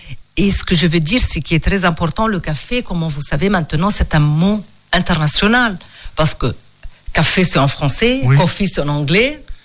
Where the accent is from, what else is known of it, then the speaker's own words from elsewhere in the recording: Lebanon; au Liban, parce que je suis libanaise